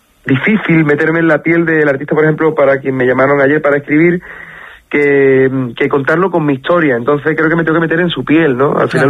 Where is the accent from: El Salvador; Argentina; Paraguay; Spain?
Spain; Cádiz, Andalusia; mi tierra, de Cádiz